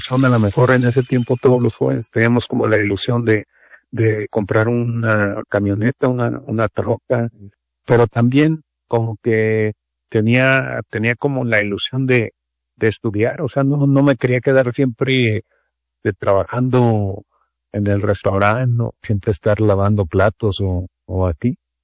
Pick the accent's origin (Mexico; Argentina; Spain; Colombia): Mexico; Santa María; now in Las Vegas, United States; Nos dijo a varios de ahí de Santa María